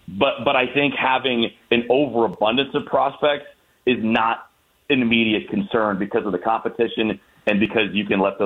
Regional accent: Indiana, United States; I think he lives in Westfield, Indiana, which is like 15 minutes from my hometown, like right across the White River.

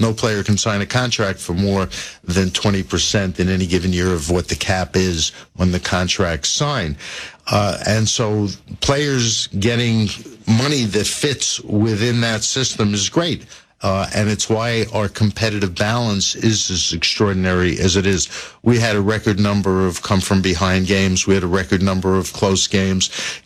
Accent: New York, United States; You know, growing up in New York, you had all the majors.

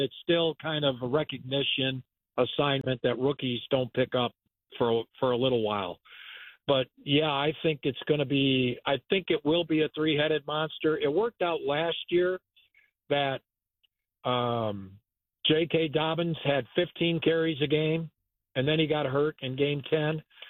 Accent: Oswego, Illinois, United States; born or raised there; moved away

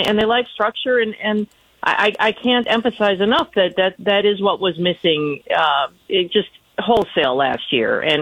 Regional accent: Ohio, United States; I grew up in Ohio. I love the game.

